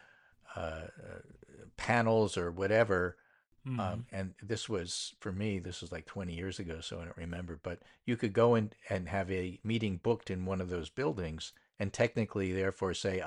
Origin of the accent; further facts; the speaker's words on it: New York, United States; And, you know, I'm from New York and I'm not afraid of either of those things